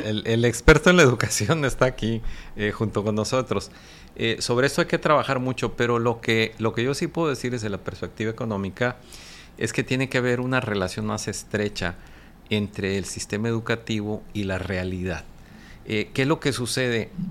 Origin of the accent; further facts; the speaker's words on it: Mexico; Nuestro país es país emergente